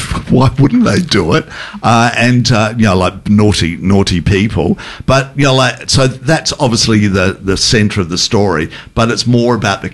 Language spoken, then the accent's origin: English; Adelaide, South Australia, Australia; moved away; I'm originally from Adelaide, but I don't barrack for the Crows. I left a long time ago.